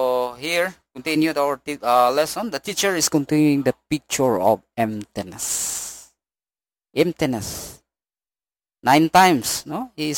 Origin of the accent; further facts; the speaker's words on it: Mindanao, Philippines; where I grew up here in Mindanao